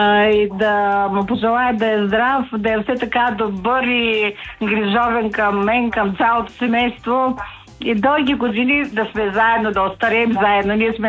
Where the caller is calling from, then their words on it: Botevo, Yambol Province, Bulgaria; съм от Ямболско село Ботево, се казва селото.